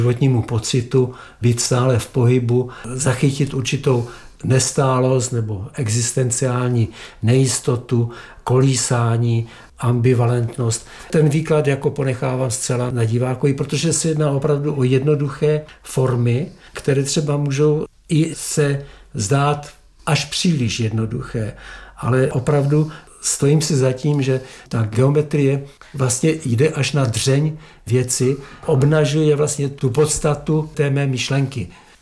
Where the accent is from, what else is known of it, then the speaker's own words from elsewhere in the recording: Nový Jičín, Moravian-Silesian Region, Czechia; jako dítě jsem v Novém Jičíně chodil ulicemi